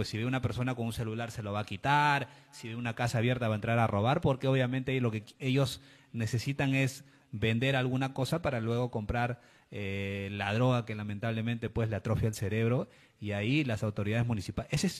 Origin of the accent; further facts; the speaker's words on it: Lima, Peru; los que vivimos y somos de Lima Este